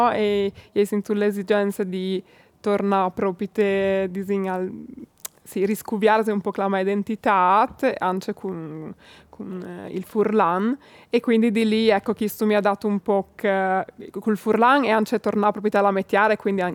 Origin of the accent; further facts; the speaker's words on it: Codroipo, Friuli-Venezia Giulia, Italy; io sono di Codroip, però sono di Lonche proprio.